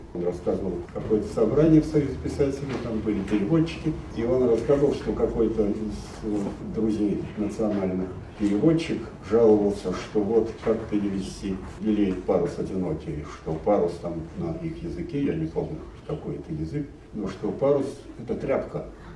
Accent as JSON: {"language": "Russian", "town": "Kharkiv", "region": "Kharkiv Oblast", "country": "Ukraine", "tie": "born there", "also_born_or_lived": "Kazan", "said": "мы жили в Харьков. Мы приехали в Харьков из Казани с мамой и братом."}